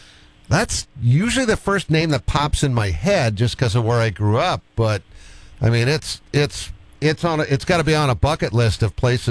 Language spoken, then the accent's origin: English; East Coast, United States; moved away; I grew up on the East Coast